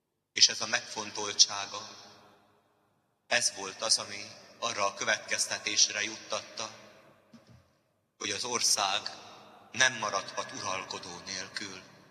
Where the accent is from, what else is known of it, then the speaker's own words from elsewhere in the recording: Hungary; Igenis, magyarok vagyunk.